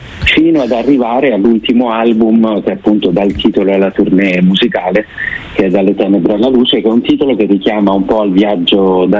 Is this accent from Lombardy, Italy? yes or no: no; Rome, Lazio, Italy; Abbiamo scelto di tornare a Roma, che è la mia città d'origine